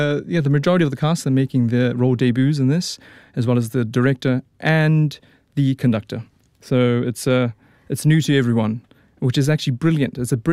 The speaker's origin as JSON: {"language": "English", "region": "Auckland", "country": "New Zealand", "tie": "born or raised there", "also_born_or_lived": "Australia", "said": "I grew up in Auckland. I grew up in East Auckland in Howick Highland Park."}